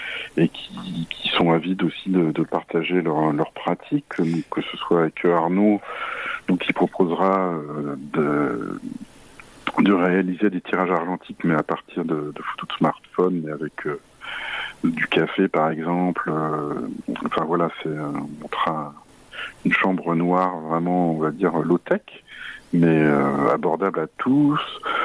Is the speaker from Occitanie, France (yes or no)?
yes; Occitanie, France; chez nous en Lozère et sur le Mont Lozère.